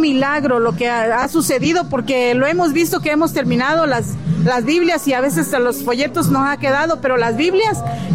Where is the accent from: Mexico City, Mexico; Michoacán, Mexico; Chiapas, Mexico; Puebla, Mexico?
Chiapas, Mexico; Tuxtla Gutiérrez; Venimos de Tuxtla Gutiérrez, vivo en la granja, cerca de kilómetro 4.